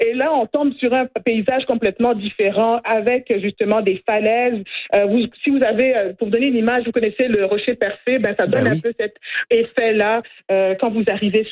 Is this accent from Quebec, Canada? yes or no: no; Manitoba, Canada; ici chez nous au Manitoba.